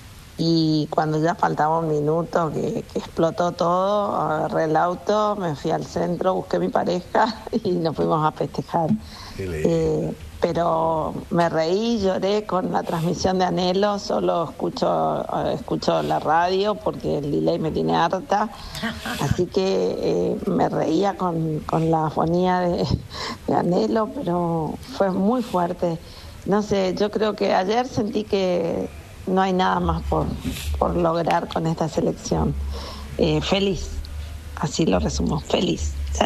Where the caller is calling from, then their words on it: Eldorado, Misiones, Argentina; Hola Tato, equipo … del Dorado.